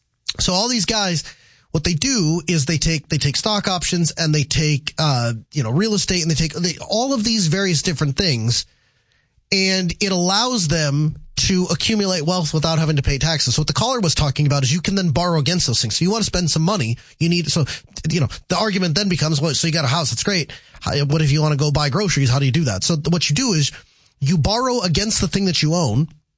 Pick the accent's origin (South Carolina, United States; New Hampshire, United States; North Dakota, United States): North Dakota, United States; Grand Forks; My hometown is Grand Forks.